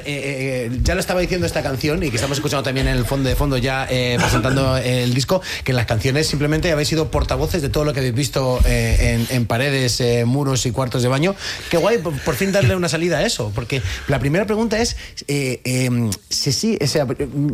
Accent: Valencian Community, Spain; A ver, soy valencianos, o sea que esto, o sea, puede valer.

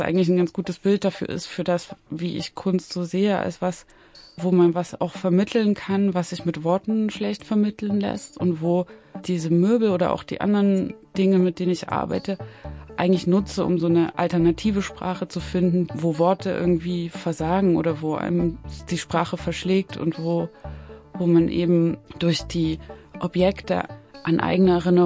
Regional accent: East Germany, Germany; born there; Ich bin gerade noch so in der DDR geboren, 84. 89, als die Mauer gefallen ist, war ich 5 Jahre alt.

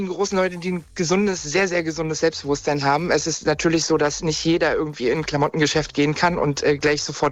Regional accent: Brandenburg, Germany; born there; moved away as an adult; also born or lived in Sinsheim / Schwerin; Ich bin tatsächlich gebürtige Brandenburgerin, bin einmal quer durch Deutschland, habe bei Sinsheim gespielt, bei Schwerin gespielt und bin jetzt wieder im Heimatland.

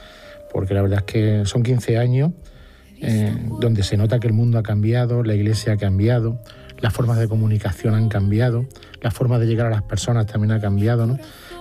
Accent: Extremadura, Spain; Como extremeño, fundamentalmente con Fray José.

